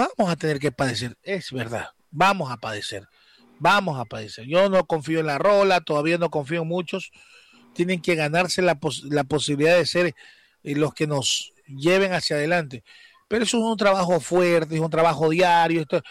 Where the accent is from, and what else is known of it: Ecuador